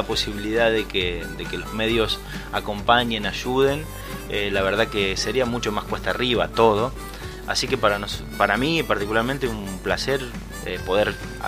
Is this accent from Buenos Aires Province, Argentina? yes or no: no; Córdoba, Argentina; yo tuve la suerte de ir a los bailes de mi pueblo